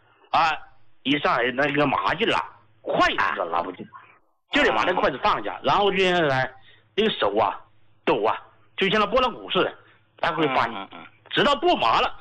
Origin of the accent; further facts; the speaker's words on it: Sichuan, China; accent: Sichuan; 用我们四川话讲呢，那睡的踏实了